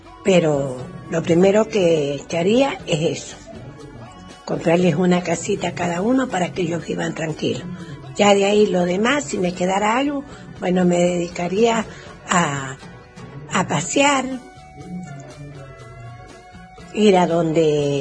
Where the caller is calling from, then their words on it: Rama Caída, Mendoza, Argentina; de Rama Caída.